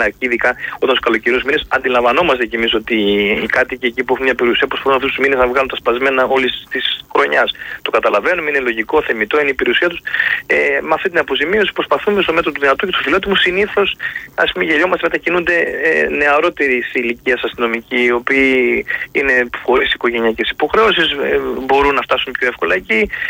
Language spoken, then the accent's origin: Greek; Greece